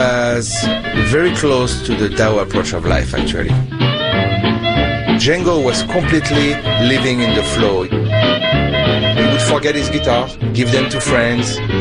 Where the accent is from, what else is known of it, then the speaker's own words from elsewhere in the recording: Fontainebleau, Île-de-France, France; I'm from Fontainebleau. Fontainebleau is like an hour south of Paris.